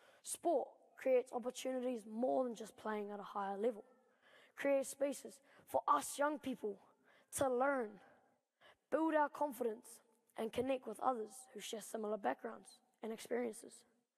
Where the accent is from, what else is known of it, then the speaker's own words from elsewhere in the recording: Timaru, Canterbury, New Zealand; Growing up in Timaru, I was raised not knowing much about my Māori culture or background.